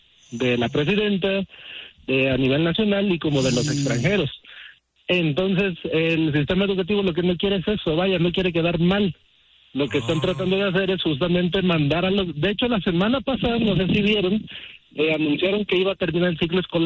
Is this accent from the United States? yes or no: yes; United States; No, porque bueno, yo crecí en Estados Unidos y recuerdo que el mundial lo veíamos